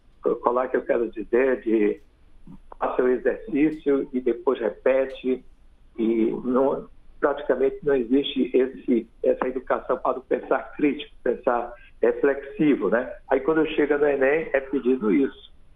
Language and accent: Portuguese; Manaus, Amazonas, Brazil; Eu sou amazonense, da cidade de Manaus mesmo, tá certo? Então tenho muito orgulho do meu estado